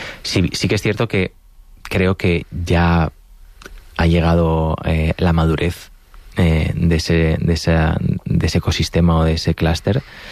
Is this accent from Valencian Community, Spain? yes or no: yes; Valencian Community, Spain